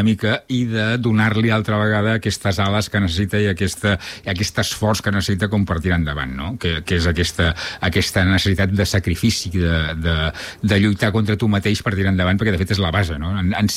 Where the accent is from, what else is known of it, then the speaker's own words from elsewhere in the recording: Reus, Catalonia, Spain; a Reus, jo sóc de Reus